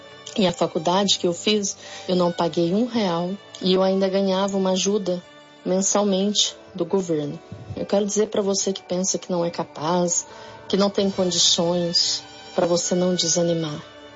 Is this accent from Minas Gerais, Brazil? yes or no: yes; Campos Gerais, Minas Gerais, Brazil; Eu sou do estado de Minas Gerais, sou da cidade de Campos Gerais.